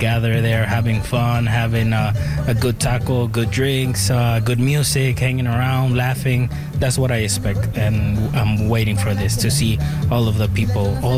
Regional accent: Mexico; English is a second language; now in London, California, United States; Yeah, so we are from Mexico. I ended up here because of safety reasons. It's a long story, but most of my family is here for safety reasons, and we really love Canada.

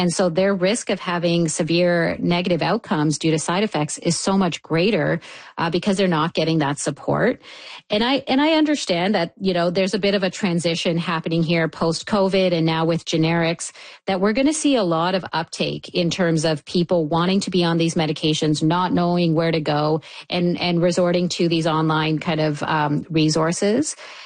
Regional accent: Canada; I think as a Canadian population, we would be so much better off kind of going that route.

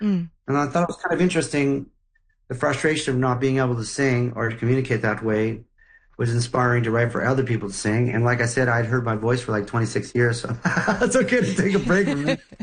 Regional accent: Montreal, Quebec, Canada; I grew up in Montreal, so I grew up being exposed

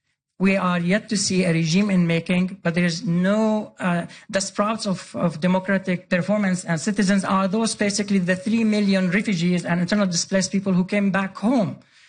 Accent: Sweden; very appreciated because I grew up in Sweden.

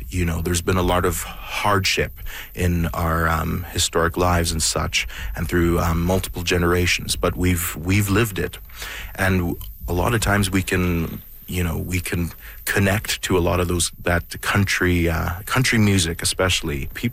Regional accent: Sucker Creek, Alberta, Canada; I'm from Sucker Creek, but Big Stone is, I have lots of family from there.

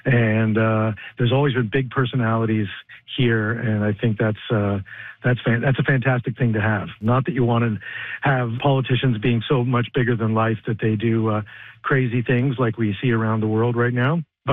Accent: Toronto, Ontario, Canada; I'm from Toronto

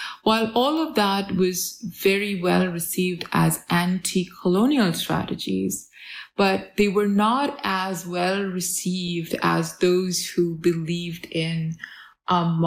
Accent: West Bengal, India; I grew up in Bengal. There was quite a few strong criticisms about Gandhi's approach to politics that were very popular in Bengal.

